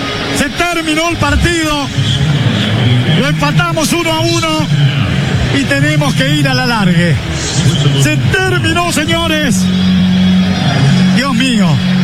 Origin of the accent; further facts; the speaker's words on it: Argentina; Somos argentinos y nacimos para sufrir